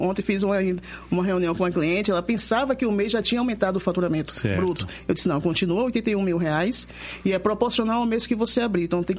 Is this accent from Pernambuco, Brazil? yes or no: yes; Recife, Pernambuco, Brazil; now in Curitiba, Brazil; Eu sou de Recife, né, na realidade.